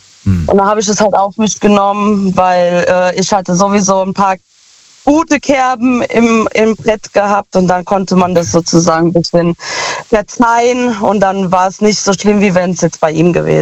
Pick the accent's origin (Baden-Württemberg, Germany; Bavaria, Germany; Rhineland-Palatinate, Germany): Rhineland-Palatinate, Germany; Ludwigshafen; Aus Luhr. Also aus Ludwigshafen.